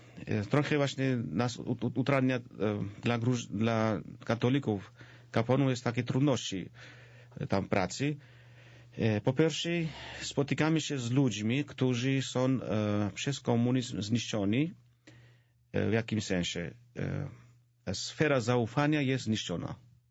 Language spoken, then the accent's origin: Polish; Georgia; Polish is a second language; also born or lived in Warsaw, Poland; Ale o mnie, ponieważ jestem Gruzinem, to była ta konkretna prośba.